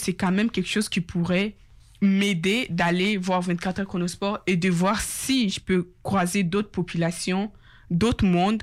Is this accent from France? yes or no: no; Ontario, Canada; French is a second language; now in Quebec City, Canada; je suis quand même issue de l'immigration ici à Québec, je viens de l'Ontario.